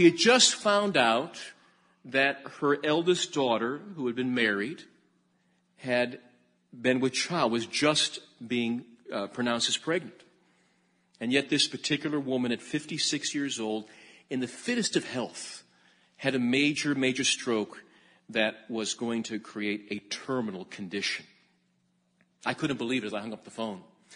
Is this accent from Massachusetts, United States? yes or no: no; Kentucky, United States; moved away; I'm from Kentucky.